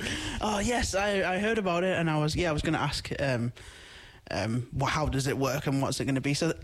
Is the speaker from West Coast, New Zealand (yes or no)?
yes; West Coast, New Zealand; Like, I grew up on the West Coast, being queer, you know, coming here and then not really being part of queer communities